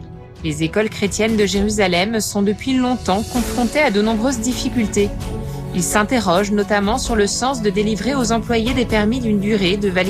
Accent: Myanmar; French is a second language; moved away; Je viens du Myanmar et je suis arrivée ici il y a presque 11 ans.

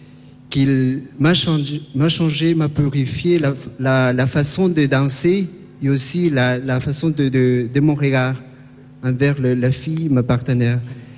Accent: Peru; je viens du Pérou, j'ai 30 ans.

